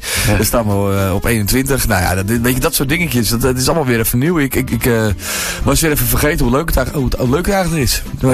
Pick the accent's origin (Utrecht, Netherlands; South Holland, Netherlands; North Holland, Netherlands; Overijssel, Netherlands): North Holland, Netherlands; Ik kom uit Noord-Holland, de kop van Noord-Holland. In die regio noemen we dat West-Friesland.